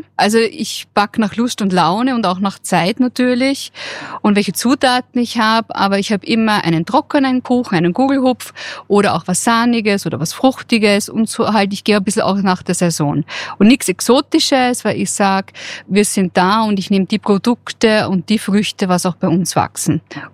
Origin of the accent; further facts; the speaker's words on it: Vienna, Austria; moved away as an adult; now in Gramais, Austria; Also ich komme ursprünglich aus Wien, also die größte Gemeinde Österreichs, und bin quasi der Liebe wegen in die kleinste Gemeinde Österreichs gelandet.